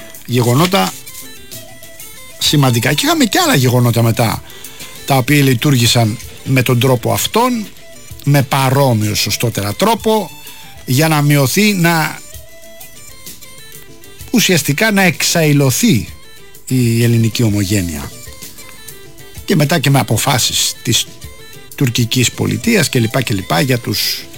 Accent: Rafina, Attica, Greece; Αύριο γιορτάζει εκεί η Εκκλησία στη Ραφίνα, στην πατρίδα μου.

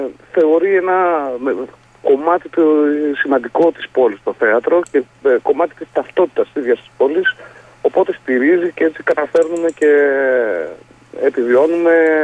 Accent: Ioannina, Epirus, Greece; επειδή σας είπα ότι είμαι από τα Γιάννενα, γνωρίζω πολύ καλά ότι και εκεί πάλι το ΚΑΣ θα ζητάει χρήματα.

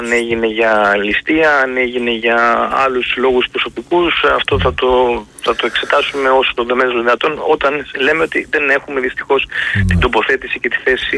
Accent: Greece

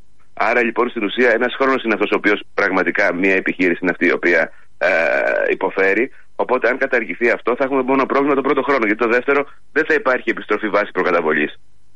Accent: Greece; ως Έλληνες

